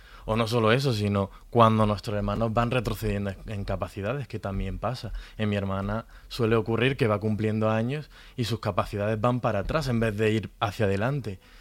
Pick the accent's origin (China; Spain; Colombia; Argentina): Spain; Granada, Andalusia